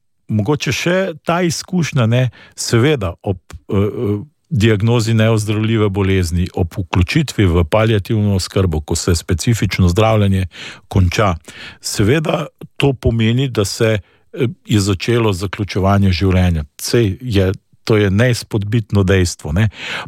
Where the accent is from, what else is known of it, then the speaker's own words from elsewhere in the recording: Lower Carniola, Slovenia; jaz prihajam z Dolenske